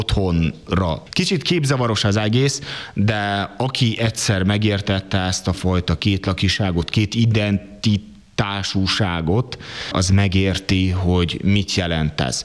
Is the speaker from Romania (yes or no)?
yes; Transylvania, Romania; now in Sárvár, Hungary; Legyenek tisztában a saját identitásukkal, mint székelyek, mint erdélyi emberek, és legyenek tisztában az identitásukkal, mint sárvári, mint ikervári, mint vas megyei emberek, hogy tudják, hogy ide is tartozunk, és oda is tartozunk.